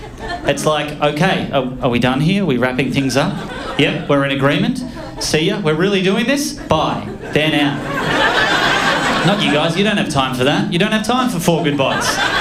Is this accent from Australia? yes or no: yes; Shark Bay, Western Australia, Australia; I grew up in Australia in a place called Shark Bay.